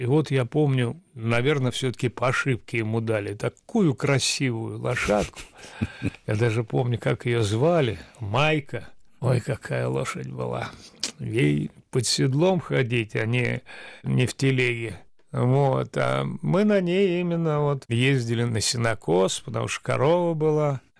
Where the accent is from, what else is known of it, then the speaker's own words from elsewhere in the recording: Saint Petersburg, Russia; Да, я жил в Ленинграде, родился в Ленинграде. Теперь это Санкт-Петербург. Но так как у меня в паспорте написано место рождения Ленинград, я все время говорю, что нет, я ленинградец, а не санкт-петербуржец.